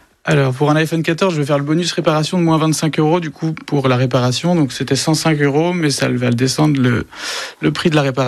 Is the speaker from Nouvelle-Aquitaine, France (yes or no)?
no; Craon, Pays de la Loire, France; moved away as an adult; also born or lived in Nantes; Eh oui, je suis Mayennais, j'ai vécu 15 ans à Nantes et là, c'est mon retour aux sources. Je suis originaire de Cran.